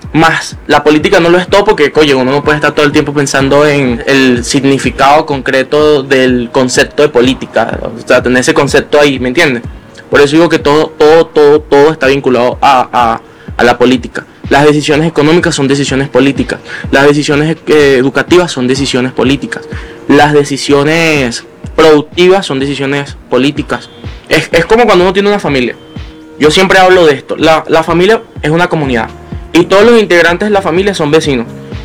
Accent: Baruta, Miranda, Venezuela; Soy un joven venezolano. Soy un chamo de Hoyo de la Puerta. Eso queda ubicado en el municipio de Baruta, estado Miranda.

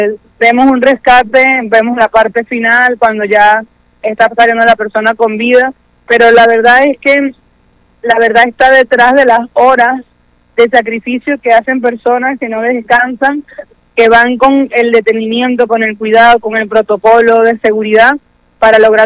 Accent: Venezuela

